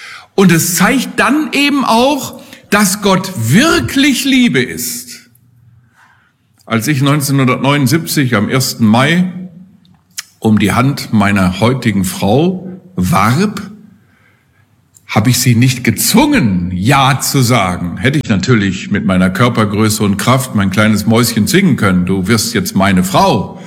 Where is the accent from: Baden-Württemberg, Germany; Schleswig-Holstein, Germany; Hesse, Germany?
Hesse, Germany; Steinbach; Würden fast bis in meinen Heimatort Steinbach sehen können.